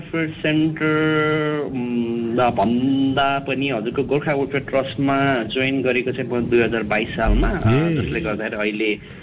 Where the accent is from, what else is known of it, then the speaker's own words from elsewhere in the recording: Baglung, Gandaki Province, Nepal; also born or lived in Singapore; now in Gulmi, Nepal; मेरो गाउँ घर चाहिँ हजुर छिमेकी जिल्ला नै पर्यो हजुर, गुल्मीको छिमेकी जिल्ला बागलुङ.